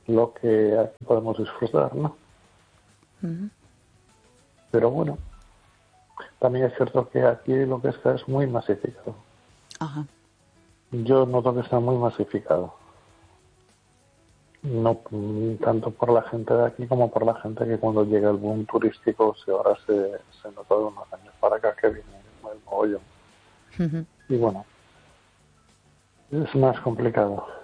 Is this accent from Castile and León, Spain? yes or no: no; Las Palmas de Gran Canaria, Canary Islands, Spain; yo, con todo mi respeto, soy pueblo canario. Yo en las Canarias, en la Palma de Gran Canaria